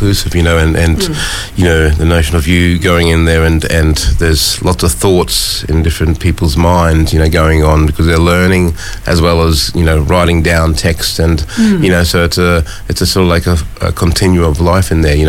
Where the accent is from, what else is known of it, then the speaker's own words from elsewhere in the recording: Mount Isa, Queensland, Australia; Mum would play to me like classical music, you know, growing up in Mount Isa.